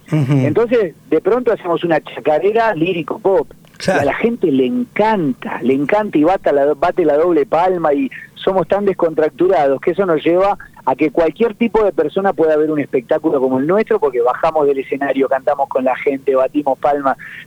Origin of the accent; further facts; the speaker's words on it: Argentina; yo siendo argentino, hijo de un tintorero, sin plata, sin apellido famoso